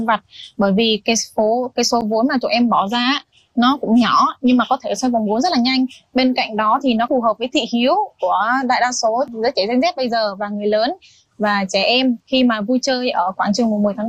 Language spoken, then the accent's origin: Vietnamese; Đắk Lắk, Vietnam; Em xin tự giới thiệu … em đến từ Đắk Lắk.